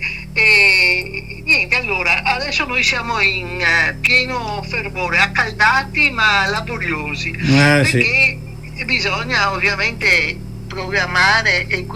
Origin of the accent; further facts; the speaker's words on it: Venice, Veneto, Italy; also born or lived in Mestre; Io sono veneziana dentro